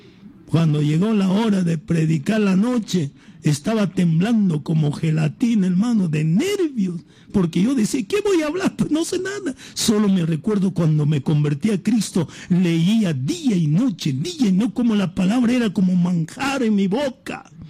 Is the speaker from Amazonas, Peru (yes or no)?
no; Huánuco, Peru; now in Huancayo, Peru; Mañana cumplo un añito más de vida. Soy de Huánuco, natural de Huánuco, vivo aquí en Huancayo.